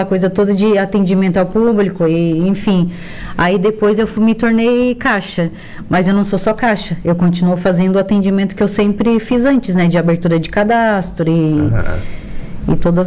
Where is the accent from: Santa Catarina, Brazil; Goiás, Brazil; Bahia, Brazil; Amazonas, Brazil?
Santa Catarina, Brazil; Araranguá; Então, eu sou de Araranguá, natural de Araranguá mesmo. Não precisa falar quantos anos, né? Sou natural de Araranguá